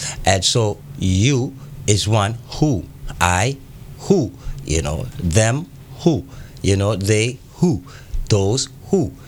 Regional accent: Antigua & Barbuda; I am Antiguan. I'm West Indian. I am Antillean, because we're from the Antilles.

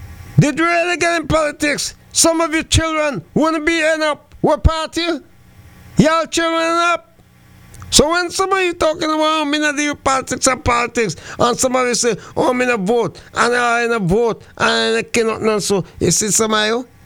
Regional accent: St. Vincent & Grenadines; now in Antigua and Barbuda; my mother sent for us from my hometown, St. Vincent de Grenadines, to join her over here in Antigua and Barbuda.

